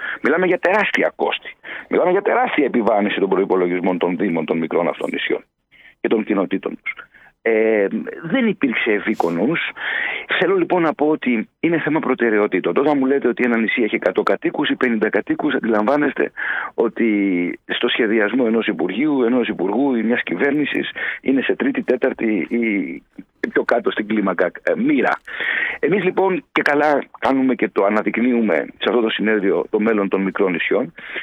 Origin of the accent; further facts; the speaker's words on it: Sami, Ionian Islands, Greece; Εγώ κατάγομαι από τη Σάμη, δηλαδή είναι η περιοχή στην Κεφαλονιά που βλέπει την Ιθάκη.